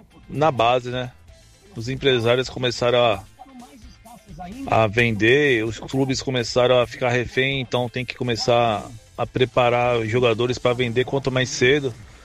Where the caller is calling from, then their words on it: Guarujá, São Paulo, Brazil; do Guarujá Santista.